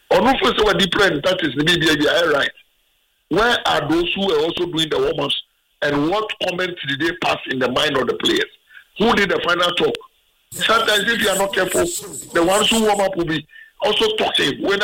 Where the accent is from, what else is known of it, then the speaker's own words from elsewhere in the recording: Ghana; And as a coach, as a Ghanaian.